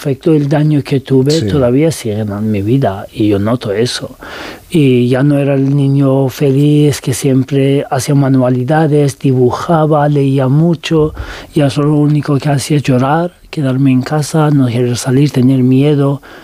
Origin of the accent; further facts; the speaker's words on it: Tehran, Tehran Province, Iran; Spanish is a second language; yo crecí en Teherán, los años de, en infancia mi familia mudaron a Teherán, pero nunca tuve el valor de volver y vivir ahí